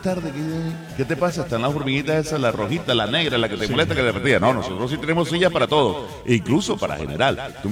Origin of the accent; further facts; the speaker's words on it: Barranquilla, Atlántico, Colombia; como todo colombiano, como todo barranquillero.